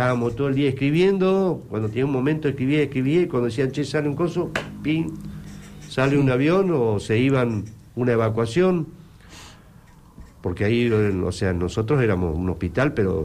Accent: Argentina; Claro, somos los argentinos, hay que meternos adentro del plato, sí, somos exitistas.

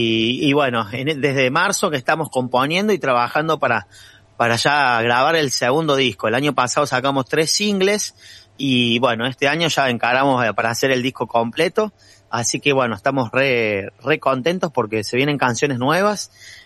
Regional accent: Villa María, Córdoba, Argentina; nosotros somos de Villa María, Córdoba

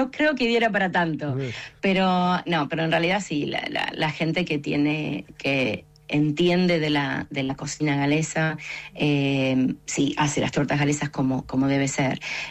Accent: Argentina; now in Wales, United Kingdom; Soy argentina y soy galesa al mismo tiempo.

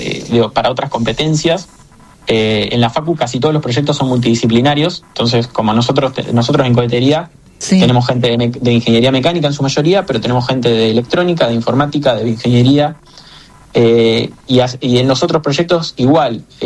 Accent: Argentina; que para nosotros como argentinos es un logro.

